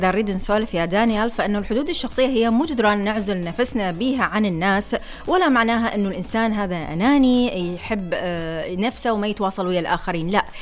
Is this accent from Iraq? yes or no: yes; Iraq